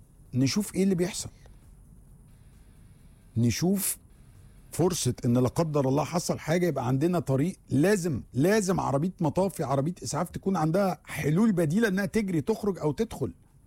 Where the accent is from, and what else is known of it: Egypt